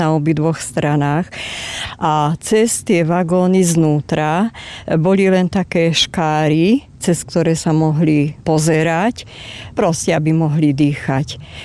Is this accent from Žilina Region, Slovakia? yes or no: yes; Sklené, Žilina Region, Slovakia; zo sklaného nemeckej dediny, ktorá sa volala kedysi Glazerhau a leží v oblasti Haverlandu.